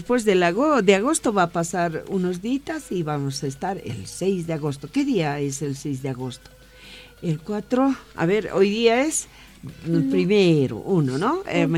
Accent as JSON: {"language": "Spanish", "country": "Bolivia", "said": "todos queremos ser felices como bolivianos"}